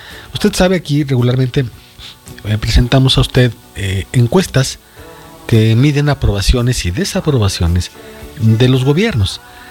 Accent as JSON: {"language": "Spanish", "region": "Zacatecas", "country": "Mexico", "said": "nuestro queridísimo y nunca bien ponderado estado de Zacatecas"}